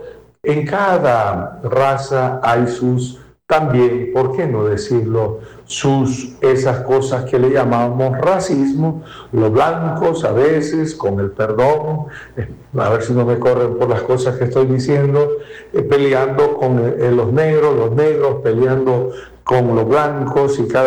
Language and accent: Spanish; Sonsonate, El Salvador; como dicen aquí en mi país, como que fueras el último coco de Sonsonate. En Sonsonate, donde hay mucho coco, acá